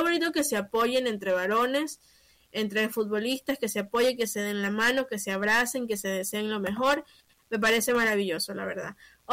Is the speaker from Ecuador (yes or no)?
yes; Ecuador; para nosotros como ecuatorianos.